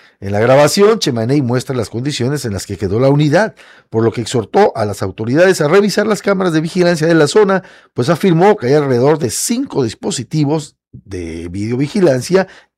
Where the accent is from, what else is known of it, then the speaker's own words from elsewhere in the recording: Tabasco, Mexico; Una expresión que todos los tabasqueños conocemos